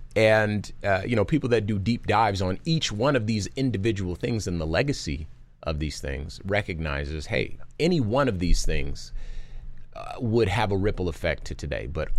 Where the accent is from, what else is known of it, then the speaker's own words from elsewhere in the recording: Compton, California, United States; So I'm from Compton, California, right? My mom was on dope. My dad was on dope. I come from it too.